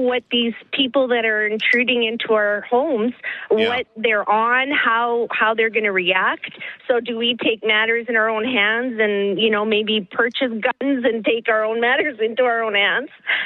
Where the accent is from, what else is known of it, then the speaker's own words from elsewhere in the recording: Winnipeg, Manitoba, Canada; I grew up in Fort Garry.